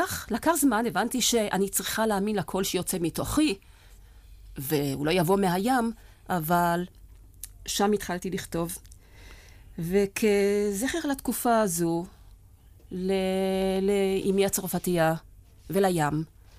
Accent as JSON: {"language": "Hebrew", "town": "Jaffa", "region": "Tel Aviv District", "country": "Israel", "tie": "born or raised there", "first_language": "French", "second_language": "Hebrew", "said": "גרנו בבית הערבי על שפת הים, אמי צרפתייה, והוריי שניהם בעלי מנטליות צרפתית. אז זאת הייתה שפת האם שלי."}